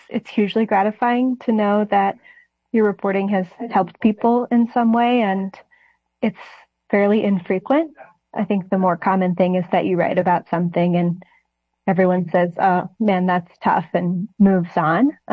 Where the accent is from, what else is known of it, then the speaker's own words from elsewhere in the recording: Arkansas, United States; moved away as an adult; now in Connecticut, United States; growing up in Arkansas, growing up reading the Democrat Gazette